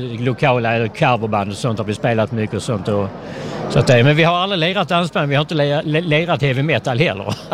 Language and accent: Swedish; Bara, Skåne, Sweden; Alltså jag bodde ju i Svedala kommun när jag växte upp i Bara.